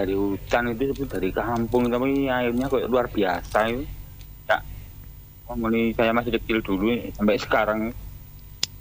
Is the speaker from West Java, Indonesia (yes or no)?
no; East Java, Indonesia; kalau di kampung saya di sawah itu pakai air sungai.